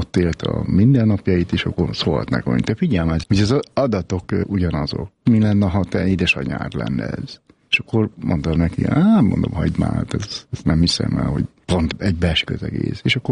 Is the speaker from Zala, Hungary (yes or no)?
no; Vásárosnamény, Szabolcs-Szatmár-Bereg, Hungary; born there; igen, ott születtem Vásárosnaményban